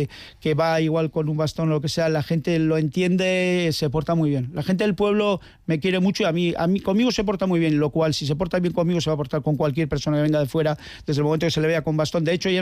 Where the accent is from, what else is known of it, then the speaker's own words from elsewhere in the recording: Basque Country, Spain; ¿Qué voy a decir de mi pueblo? El mejor pueblo de Euskal Herria, ¿no? Es un pueblo pequeño, agradable.